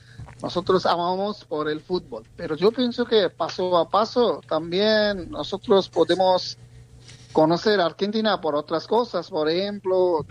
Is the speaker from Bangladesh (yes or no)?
yes; Bangladesh; Spanish is a second language